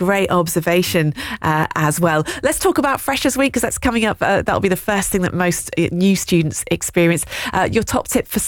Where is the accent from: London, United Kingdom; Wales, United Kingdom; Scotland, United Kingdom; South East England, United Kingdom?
South East England, United Kingdom; from Kent, I'm studying English.